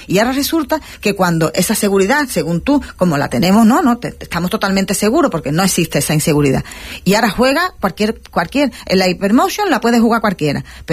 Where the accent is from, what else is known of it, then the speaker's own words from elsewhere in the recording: Ceuta, Spain; vamos a demostrar lo que somos los ciudadanos de Ceuta y vamos a darle eso, una guanta sin mano, lo que se suele decir, una buena guanta sin mano, y decirle que los ciudadanos de Ceuta somos ejemplares